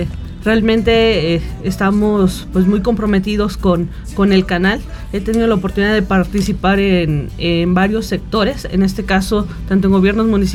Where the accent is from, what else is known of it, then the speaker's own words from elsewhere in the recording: Soledad de Graciano Sánchez, San Luis Potosí, Mexico; Sí, soy potosina. Nací en el municipio de Soledad de Graciano Sánchez, de mamá potosina, papá de la Ciudad de México y pues la primera de tres hermanos.